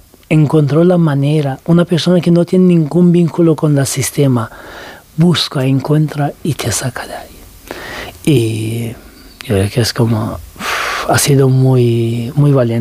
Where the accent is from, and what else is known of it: Turkey; Spanish is a second language; now in Spain